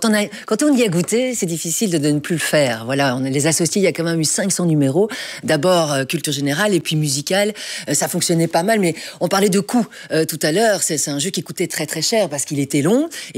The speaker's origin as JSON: {"language": "French", "country": "Belgium", "said": "chez nous en Belgique."}